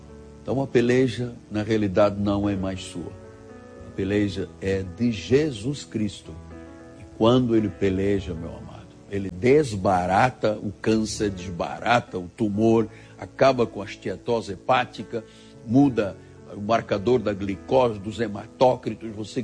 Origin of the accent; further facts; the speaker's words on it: Angola; born there; quando eu era um jovem no exército lá em Angola, onde eu nasci, uma antiga colônia de Portugal